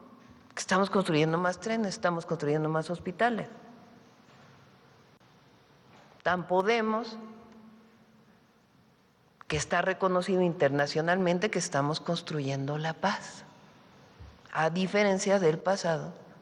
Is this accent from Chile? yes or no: no; Mexico; los mexicanos podemos. Las y los mexicanos podemos.